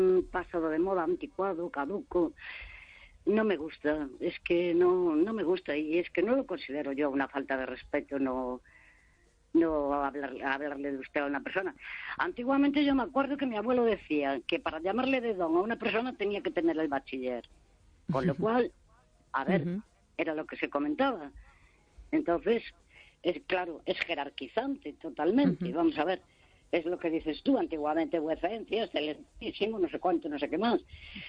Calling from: Santiago de Compostela, Galicia, Spain; de Santiago.

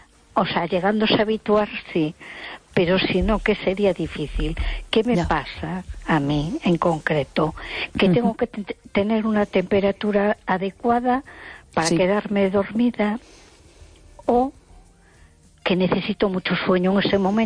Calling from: A Coruña, Galicia, Spain; de Coruña.

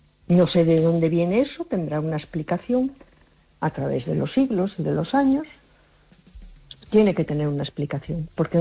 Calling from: Spain

